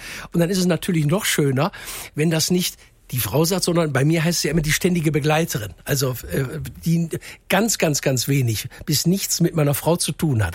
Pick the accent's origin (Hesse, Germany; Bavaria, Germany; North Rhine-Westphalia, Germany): North Rhine-Westphalia, Germany; Duisburg; wir haben einen Italiener, ich komme aus Duisburg